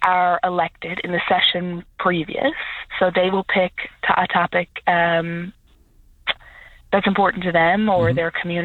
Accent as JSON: {"language": "English", "region": "Newfoundland and Labrador", "country": "Canada", "said": "I'm from Labrador West"}